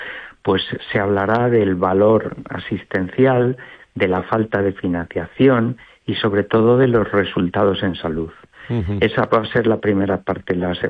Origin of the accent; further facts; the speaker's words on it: Salamanca, Castile and León, Spain; Yo he elegido el parador porque soy salmantino.